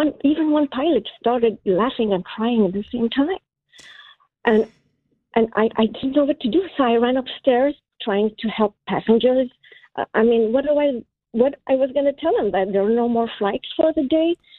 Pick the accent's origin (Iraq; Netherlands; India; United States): Iraq; I'm from Iraq, and back then I knew right away that something will happen, like a war will happen.